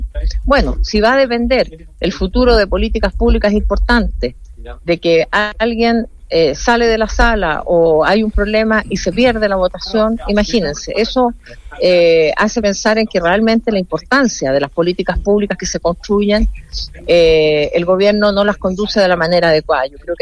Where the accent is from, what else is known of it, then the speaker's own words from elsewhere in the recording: Chile; eso, por supuesto, es algo que nos tiene que preocupar como chilenos